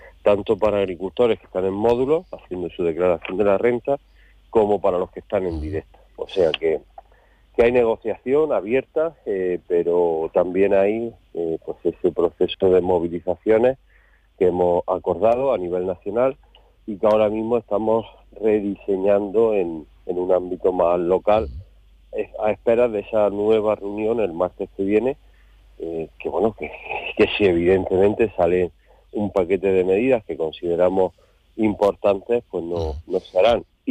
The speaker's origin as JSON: {"language": "Spanish", "area": "Almería", "region": "Andalusia", "country": "Spain"}